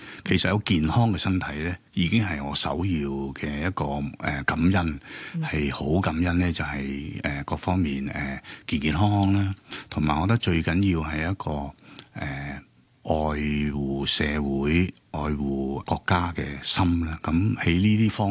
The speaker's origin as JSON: {"language": "Cantonese", "country": "Hong Kong", "tie": "born there", "said": "我喺香港出生咧，獅子山下，係我出世嘅地方。"}